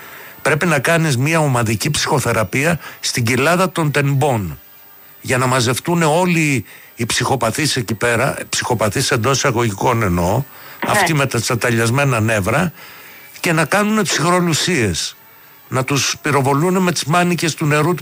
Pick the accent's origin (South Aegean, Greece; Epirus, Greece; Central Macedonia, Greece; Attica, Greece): Attica, Greece; Athens; η πατρίδα μου η ιδιαίτερη, δεν είναι τα Χανιά, είναι η οδός Πατησίων. Δεν γεννήθηκα στα Χανιά.